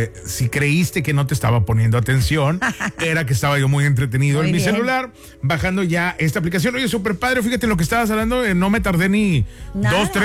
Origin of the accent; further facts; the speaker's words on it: Monterrey, Nuevo León, Mexico; a veces como regios decimos